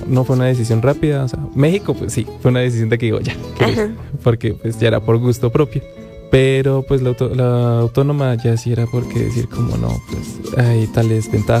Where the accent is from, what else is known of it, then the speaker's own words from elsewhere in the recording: Málaga, Santander, Colombia; Y mi pueblo, o sea, no es tanto ciudad, se llama Málaga. Desde Málaga, Santander, Colombia.